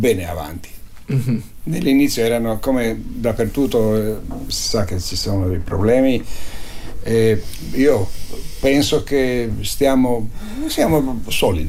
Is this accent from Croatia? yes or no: yes; Umag, Istria County, Croatia; moved away; io conosco Umago perché sono di Umago